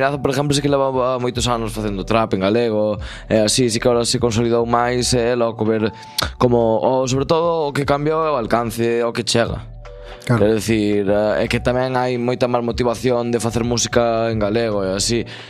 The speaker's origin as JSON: {"language": "Galician", "town": "Xinzo de Limia", "region": "Galicia", "country": "Spain", "said": "porque eu son de Xinza, o primer contacto que tes ca música en pueblos así é a nivel folk."}